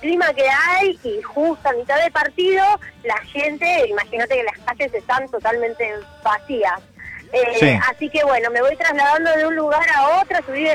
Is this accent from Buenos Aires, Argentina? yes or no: yes; Buenos Aires, Argentina; now in Ushuaia, Argentina; Incluso yo vengo de Buenos Aires hace 15 años que vivo en esta bellísima ciudad de Ushuaia.